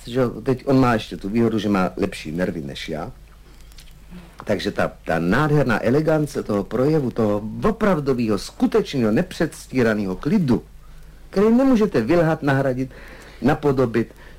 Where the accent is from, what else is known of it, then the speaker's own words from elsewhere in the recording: Smečno, Central Bohemian Region, Czechia; Já jsem prostý chlapec ze Smeče, který se vyšvihl.